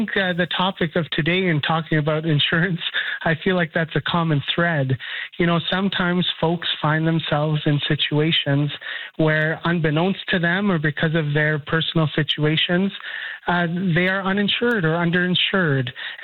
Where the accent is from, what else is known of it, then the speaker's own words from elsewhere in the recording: Winnipeg, Manitoba, Canada; I'm from Winnipeg. That's where I live.